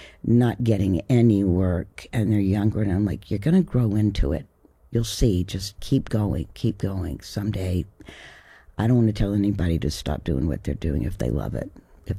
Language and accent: English; Knoxville, Tennessee, United States; The jump was, I grew up doing theater as a kid. The university in my hometown, Knoxville, had a really fabulous theater program.